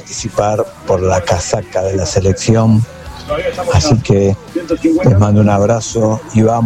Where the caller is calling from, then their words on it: Quilmes, Buenos Aires Province, Argentina; de Quilmes.